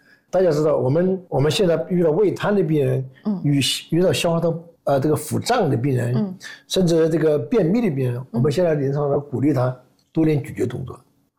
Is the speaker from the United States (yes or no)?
no; China; 这是我们中国人的常态